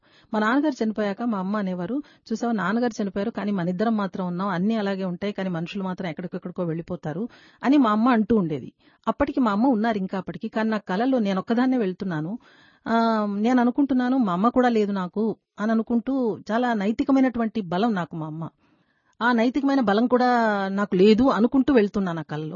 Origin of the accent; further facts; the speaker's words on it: Andhra Pradesh, India; నేను రాయలసీమ దాన్ని